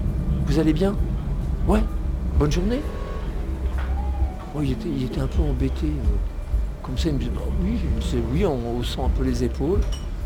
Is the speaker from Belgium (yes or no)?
yes; Belgium; Je suis belge, ouais. Je suis belge.